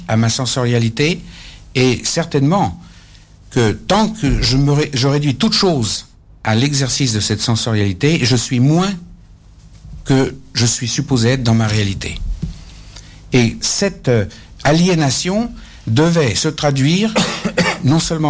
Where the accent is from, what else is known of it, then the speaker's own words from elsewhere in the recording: Russia; now in United Kingdom; en tant que russe